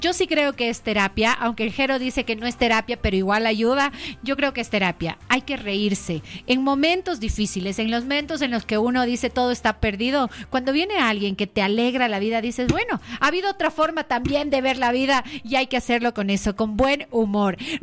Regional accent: Ecuador

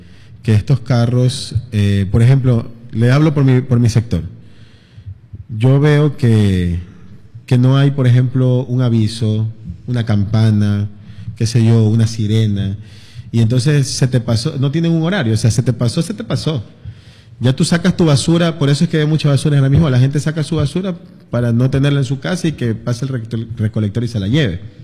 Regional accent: Jaramijó, Manabí, Ecuador; born there; soy un hijo nacido de Jaramijó

